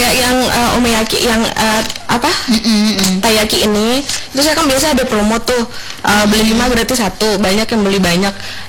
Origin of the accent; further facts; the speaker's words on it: Lombok, West Nusa Tenggara, Indonesia; Tapi karena kita orang Lombok gitu